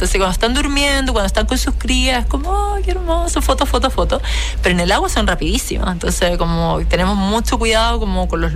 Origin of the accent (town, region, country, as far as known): Chile